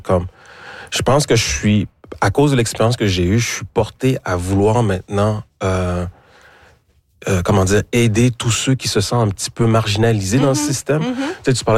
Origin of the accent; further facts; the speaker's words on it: Quebec, Canada; On vit cette dualité-là. On est Québécois, mais on est d'origine haïtienne.